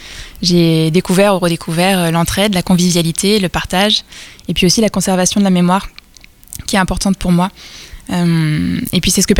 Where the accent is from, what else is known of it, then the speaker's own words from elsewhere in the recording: Brittany, France; Et puisque nous étions en Bretagne et que je suis bretonne